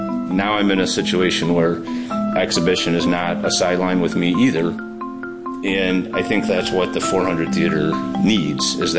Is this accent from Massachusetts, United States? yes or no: no; Grayling, Michigan, United States; I got talking to Senator Levin because, you know, I'm from Michigan and he was our senator. So he said, "Oh, yeah, where are you from?" I said, "Grayling."